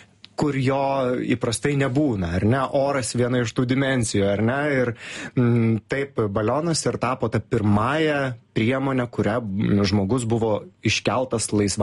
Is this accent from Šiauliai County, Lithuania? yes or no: no; Pivašiūnai, Alytus County, Lithuania; moved away as an adult; aš gimiau, užaugau Pivašiūnuose, 25 km nuo Alytaus